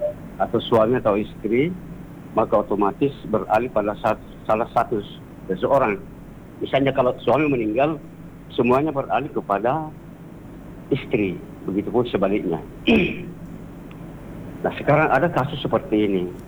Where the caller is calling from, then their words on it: Indonesia; di Simbuang